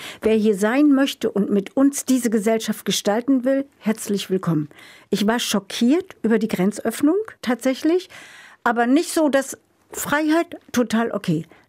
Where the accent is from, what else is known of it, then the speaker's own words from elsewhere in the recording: East Germany, Germany; now in Bremen, Germany; Ich bin ja ein Ossi-Kind